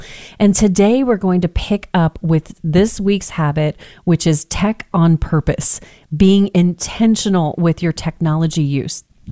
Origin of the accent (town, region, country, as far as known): United States